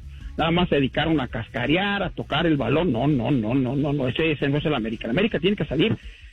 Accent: Mexico; Mira, tú y yo somos mexicanos, pero también somos latinoamericanos.

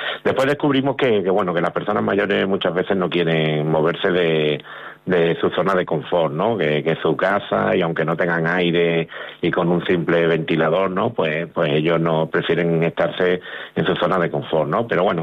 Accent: Pizarra, Andalusia, Spain; es verdad que a lo mejor hoy no es el día para invitaros a mi pueblo, pero bueno, que vengáis a Pizarra

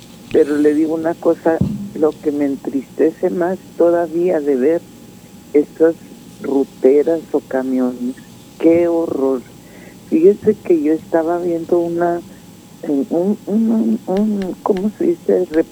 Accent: Ciudad Juárez, Chihuahua, Mexico; born there; Yo nací en Juárez. Ya voy casi a cumplir los 80

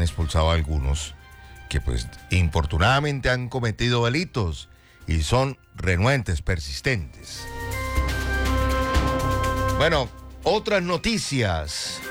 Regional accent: Colombia; como decimos acá en Colombia

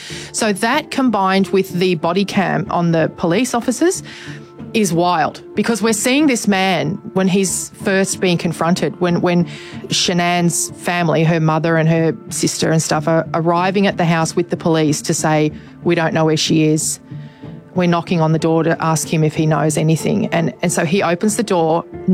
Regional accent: Altona, Victoria, Australia; Everybody knows I'm from Altona.

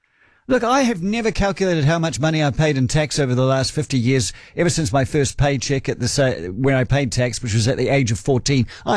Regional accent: New Zealand; I am a New Zealander. And I want my super.

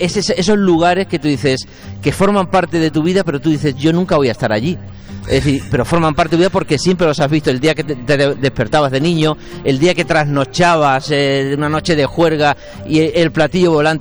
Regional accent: Casarabonela, Andalusia, Spain; estoy viendo mi pueblo en la Sierra de las Nieves, estoy viendo Junquera también, mi pueblo es Casa Arabonela, estoy viendo Junquera, que somos los vecinos

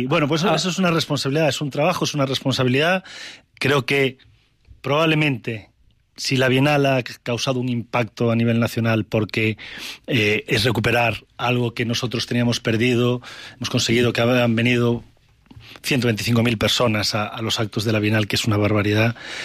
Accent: Galicia, Spain; esa emoción que como gallego tenemos que sentir al describir un momento dramático de nuestra historia, un momento que partió a Galicia en dos

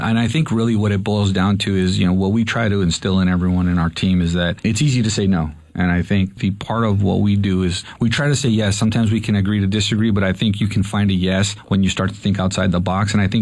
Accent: Los Angeles, California, United States; growing up in the Pico Union area

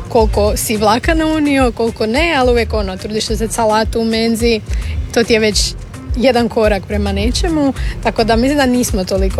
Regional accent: Rijeka, Primorje-Gorski Kotar County, Croatia; ja sam iz Rijeke, pa kao malo više moru naginjem

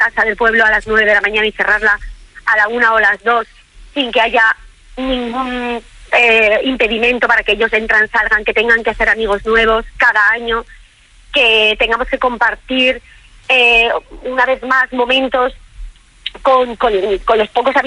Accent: Contamina, Aragon, Spain; Yo soy de un pueblo muy pequeñísimo de la provincia de Zaragoza, colindando entre Soria y Guadalajara, se llama Contamina

